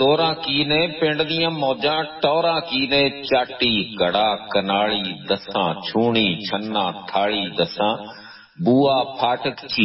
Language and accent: Punjabi; Punjab, Pakistan; ہاں جی میں پنجابی دے وچ لکھنا جی، اردو لکھ سکدا لیکن میں پنجابی ہاں، میں پنجابی دے وچ ہی لکھنا وا تے پنجابی نال پیار کرنا وا.